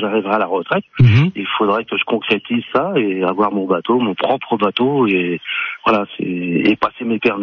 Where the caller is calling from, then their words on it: Saint-Valery-sur-Somme, Hauts-de-France, France; De Saint-Valery.